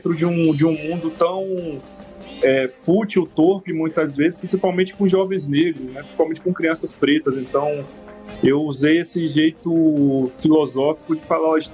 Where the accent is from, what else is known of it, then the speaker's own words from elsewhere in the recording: Salvador, Bahia, Brazil; Eu sou de Itapuã, sou da parte da praia, mas já circulei muito, já fiz muito show no Pelourinho também.